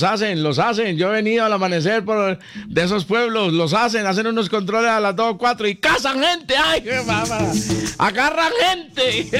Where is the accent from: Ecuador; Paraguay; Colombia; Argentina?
Colombia; ¡Ah, me salió en verso! Así somos los colombianos, míos.